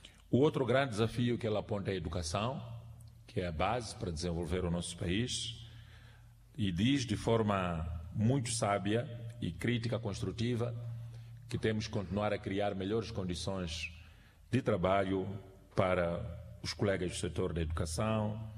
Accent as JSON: {"language": "Portuguese", "country": "Mozambique"}